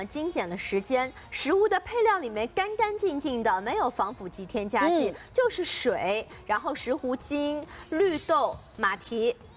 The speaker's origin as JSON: {"language": "Chinese", "region": "Shanghai", "country": "China", "said": "而且接下来秋老虎来袭啊，我们上海人都知道的。"}